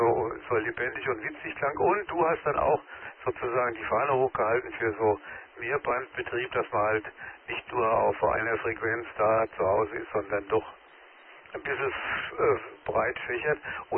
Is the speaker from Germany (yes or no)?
yes; Rhineland-Palatinate, Germany; moved away; Also ich kenne das aus der Pfalz, ich komme aus der Nähe von Kaiserslautern.